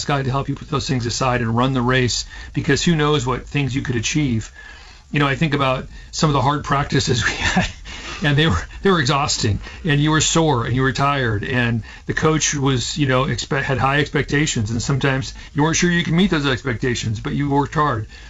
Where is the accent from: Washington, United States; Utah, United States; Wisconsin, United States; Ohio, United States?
Washington, United States; Seattle; So I grew up in Seattle, in North Seattle. We moved there when I was very young and really spent the rest of my formative years there.